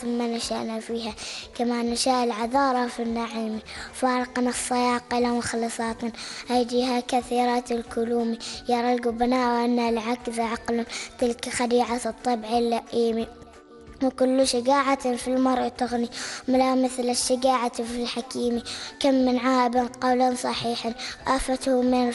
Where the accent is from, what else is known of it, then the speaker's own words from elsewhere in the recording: Oman; لأنهم من بلدي عمان الحبيبة